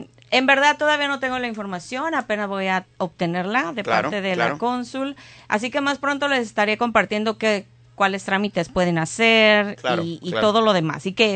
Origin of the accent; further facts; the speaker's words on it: Mexico; Pero somos mexicanos